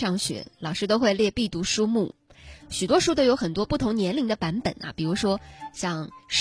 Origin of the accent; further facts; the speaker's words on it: China; 身为一个中国人，我们仅仅学习西方的科技，其实已经不能够支撑